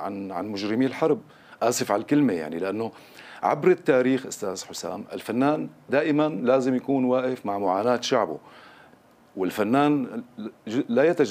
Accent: Syria; يا ترى نحن كسوريين لما نحن بدنا نشتغل على موضوع السلم الأهلي

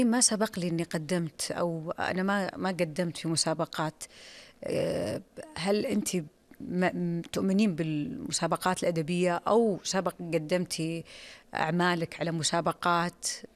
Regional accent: Saudi Arabia; عندنا في السعودية

